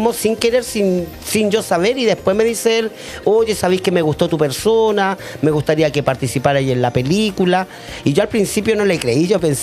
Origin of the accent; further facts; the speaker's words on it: Valparaíso, Chile; Como buena porteña, yo soy del puerto.